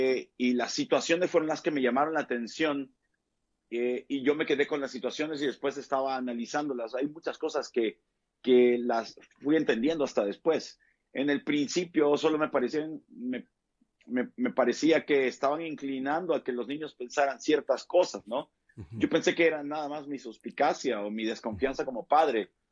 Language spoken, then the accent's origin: Spanish; El Salvador; soy salvadoreño, vivo en El Salvador y pues soy servidor de Jesucristo